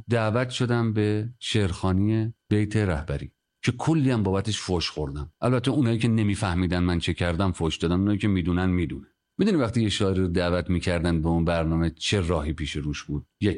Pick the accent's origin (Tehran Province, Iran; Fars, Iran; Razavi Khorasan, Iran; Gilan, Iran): Tehran Province, Iran; Varamin; من تو ورامین بزرگ شدم